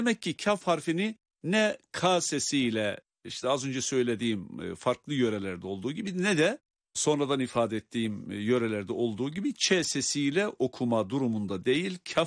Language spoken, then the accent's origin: Turkish; Erzurum, Turkey; Benim de memleketim olan Erzurum'da